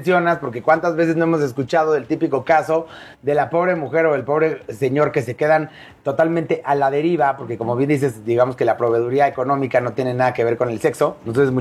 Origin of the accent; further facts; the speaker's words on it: Mexico; nosotros como mexicanos no tenemos una cultura